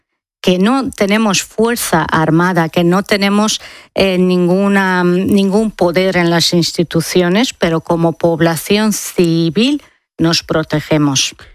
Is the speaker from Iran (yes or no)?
yes; Iran; now in Spain; Totalmente. Yo soy afortunadamente tan iraní como española, tan española como iraní.